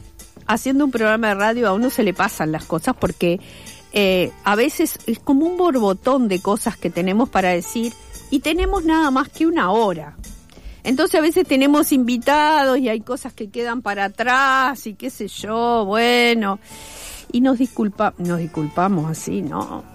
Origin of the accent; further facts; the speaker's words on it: Las Piedras, Canelones, Uruguay; yo soy de Las Piedras.